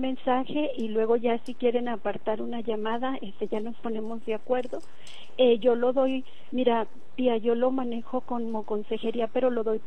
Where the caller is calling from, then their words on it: Mexico; De acá, de la Emiliano Zapata.